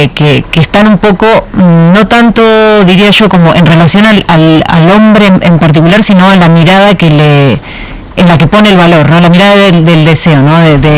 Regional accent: Argentina; Yo soy argentina y escribo cuentos.

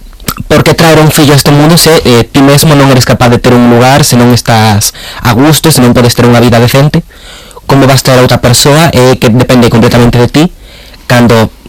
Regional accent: A Coruña, Galicia, Spain; eu son coruñés, e, por exemplo, meus pais, a primeira vez que se mudaron, foi un piso de protección oficial

